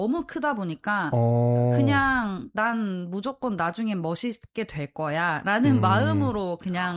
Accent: Jeonju, North Jeolla, South Korea; 전주 토박이입니다.

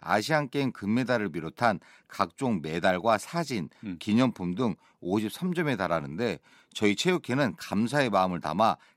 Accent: North Jeolla, South Korea; 저희 전라북도는 배드민턴으로는 워낙 유명했었습니다.

